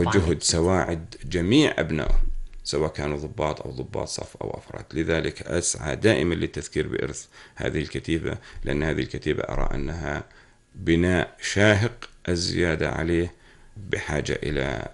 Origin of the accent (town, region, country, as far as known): Jordan